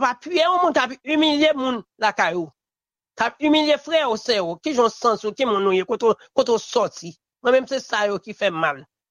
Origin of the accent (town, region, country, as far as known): Haiti